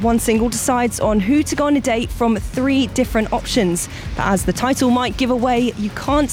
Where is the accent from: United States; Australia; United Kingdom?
United Kingdom; South East England; from the southeast of England.